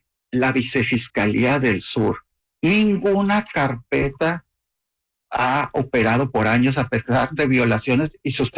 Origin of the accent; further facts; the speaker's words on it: Mazatlán, Sinaloa, Mexico; Yo, uh-huh, estaba, de hecho, trabajando en la Ciudad de México. Soy de Mazatlán.